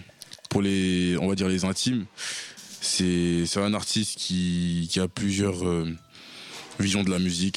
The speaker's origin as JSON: {"language": "French", "country": "Côte d’Ivoire", "tie": "born or raised there", "moved": "as an adult", "lives_now": "France", "said": "J'ai été en Côte d'Ivoire jusqu'à mes 17 ans."}